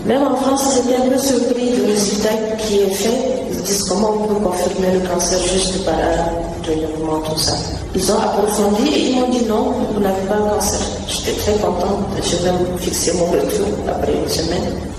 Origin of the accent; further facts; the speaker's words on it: Chad; en tant que bon Tchadien